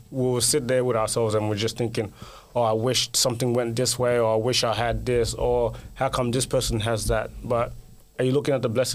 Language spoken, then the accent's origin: English; Guinea; now in Australia; So I'm from Guinea, West Africa.